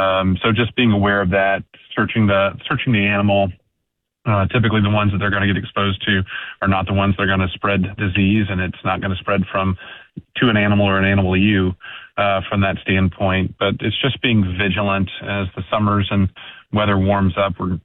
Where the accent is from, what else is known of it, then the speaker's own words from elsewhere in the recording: Atlanta, Georgia, United States; born there; moved away; also born or lived in East Tennessee; growing up in Atlanta, Georgia, and then East Tennessee.